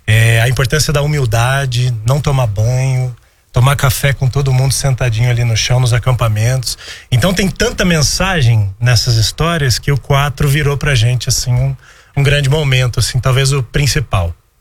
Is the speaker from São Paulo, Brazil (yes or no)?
yes; Campinas, São Paulo, Brazil; moved away as an adult; Então eu sou paulista, sou de Campinas, então eu não tinha na minha história, primeiro eu não venho de uma família católica